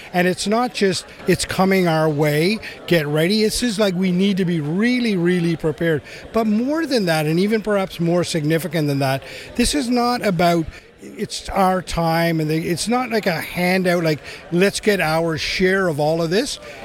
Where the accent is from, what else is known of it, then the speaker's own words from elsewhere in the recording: Newfoundland and Labrador, Canada; Yeah, well, I'm originally from Newfoundland, so I probably come with that storytelling ability built